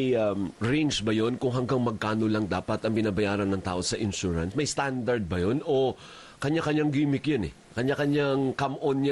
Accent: Western Visayas, Philippines; Sa Ilonggo, ganun ang term sa amin.

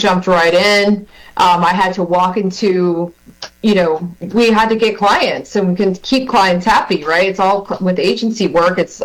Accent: Sarasota, Florida, United States; I'm actually a Floridian. I was born in Sarasota and moved around a couple times, but always made my way back, and in a wonderful town called Lakeland.

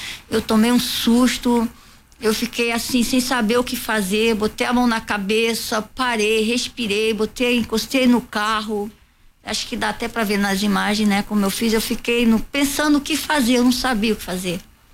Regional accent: Northeast Region, Brazil; now in Rio de Janeiro, Brazil; Porque ela é do Nordeste, eu sou do Nordeste

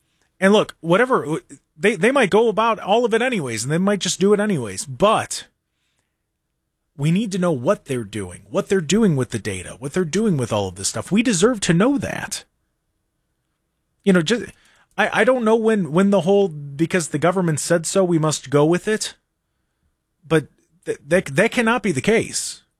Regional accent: United States; as American citizens

